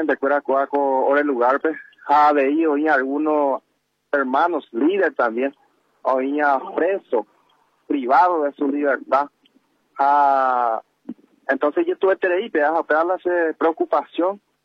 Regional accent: Paraguay; como paraguayo, como indígena, como nativo

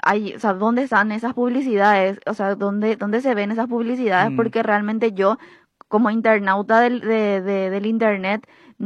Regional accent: Paraguay

